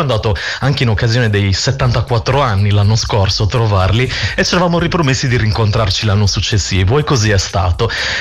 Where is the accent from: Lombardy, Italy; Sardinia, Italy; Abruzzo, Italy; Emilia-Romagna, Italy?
Sardinia, Italy; Sarroch; essendo poi sarrocchese come loro, ho conosciuto una parte del mio paese che non conoscevo.